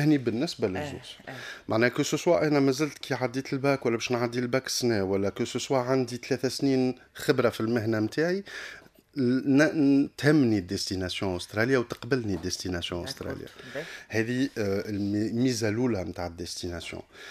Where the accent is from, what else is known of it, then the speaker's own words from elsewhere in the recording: Tunisia; عندنا في تونس